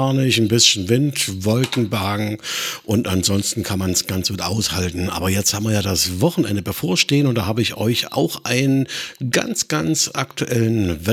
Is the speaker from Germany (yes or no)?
yes; Dresden, Saxony, Germany; born there; now in Elbe-Elster district, Germany; ich bin ja auch ein gebürtiger Dresdner, ne? Aber ich wohne schon so lange da nicht mehr